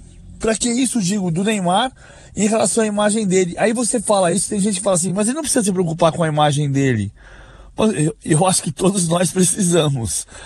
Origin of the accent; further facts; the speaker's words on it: São Paulo, Brazil; Eu falo Vasco porque eu sou paulista